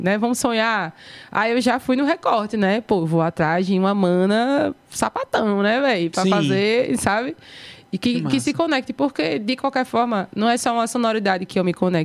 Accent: Paraíba, Brazil; a mulher LGBT, paraibana, sabe? Da minha terra

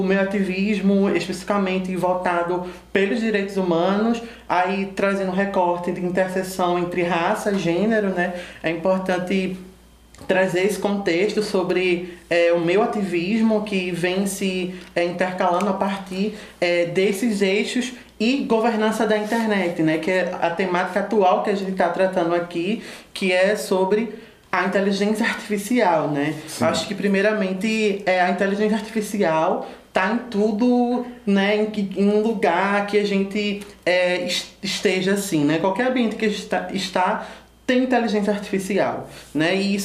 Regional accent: Recife, Pernambuco, Brazil; Primeiro, eu sou do Ibura, né? Ibura é um território da Zona Sul periférico.

